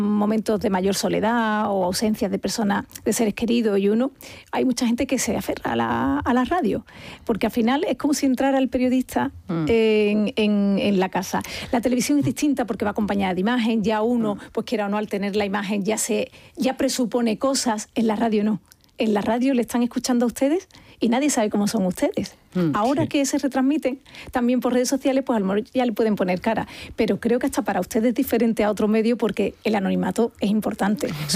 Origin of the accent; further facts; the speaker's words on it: Andalusia, Spain; Yo estoy loca por Andalucía porque es mi tierra.